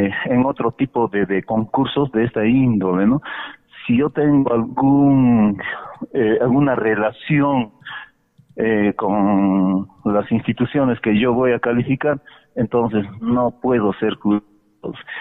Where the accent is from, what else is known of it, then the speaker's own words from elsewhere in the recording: Apurímac, Peru; first language Quechua; Spanish is a second language; nuestra lengua materna, que es el quechua. Entonces, quedan invitados todas las instituciones educativas de aquí, de la localidad de Tambobamba